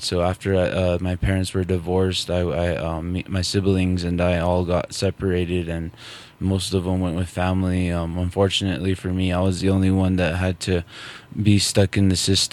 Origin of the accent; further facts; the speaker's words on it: Taos Pueblo, New Mexico, United States; I'm from Taos Pueblo.